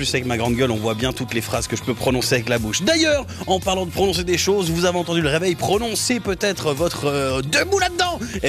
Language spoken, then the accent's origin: French; Neuchâtel, Switzerland; Moi, je suis de Neuchâtel, j'ai tellement envie de savoir ce qu'il y a dans cette boîte.